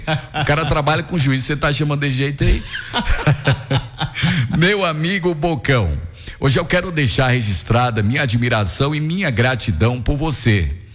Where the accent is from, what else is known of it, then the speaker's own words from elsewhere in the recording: Guanambi, Bahia, Brazil; also born or lived in Canabrava, Malhada; E depois a gente veio para Guanambi. Mas eu nasci em Guanambi, moro em Guanambi, conheço Guanambi quase, não vou falar todo, mas boa parte eu conheço.